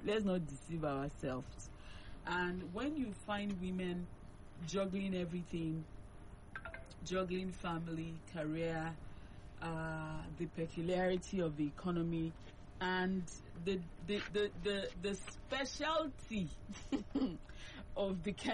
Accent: Nigeria; I've gone through a lot as a Nigerian woman.

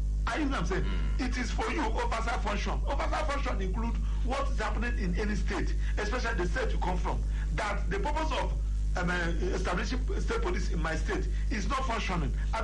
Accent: Mbaise, Imo, Nigeria; And I'm from Mbise.

